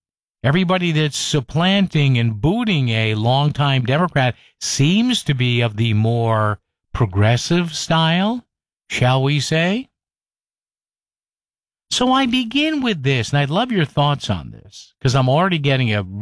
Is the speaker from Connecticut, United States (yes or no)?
yes; Wallingford, Connecticut, United States; in Wallingford, my hometown